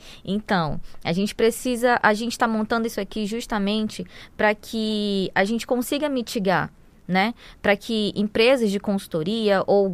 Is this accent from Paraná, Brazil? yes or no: no; Amazonas, Brazil; now in Roraima, Brazil; eu também sou do Amazonas, mas o Lavrado, ele me conquistou.